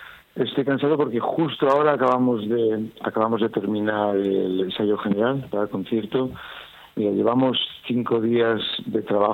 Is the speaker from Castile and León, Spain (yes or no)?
no; Santander, Cantabria, Spain; Yo soy de Santander